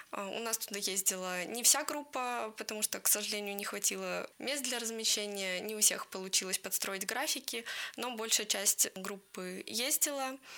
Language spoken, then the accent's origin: Russian; Vologda, Vologda Oblast, Russia; Я из Вологды, решила поступать в Вологодский государственный университет в конце 10 класса